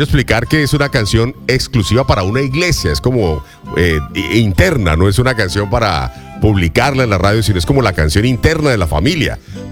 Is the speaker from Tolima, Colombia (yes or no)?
yes; Ibagué, Tolima, Colombia; now in Miami, United States; De la capital del Tolima, Ibagué